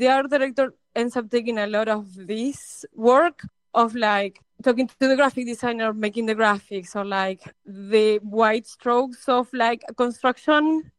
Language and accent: English; Mar del Plata, Buenos Aires Province, Argentina; moved away as an adult; I'm originally from Mar del Plata, Argentina, as you mentioned, and I grew up in the early 2000s when I was a teenager, going to the Mar del Plata Film Festival